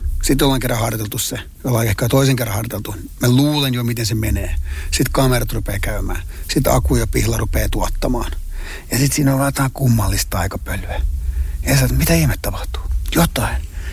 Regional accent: Nurmijärvi, Uusimaa, Finland; No mä oon Nurmijärveltä, niin mua on nyt kiinnostettu Aleksis Kiven Seitsemän veljestä

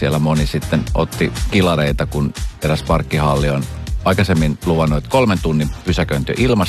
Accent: Espoo, Uusimaa, Finland; Olen espoolainen, niin sen tulee Länsiväylä.

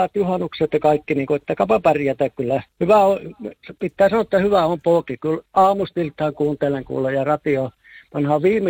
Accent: Lapland, Finland; now in Karungi, Sweden; Pekanpä on minun kotipaikka.

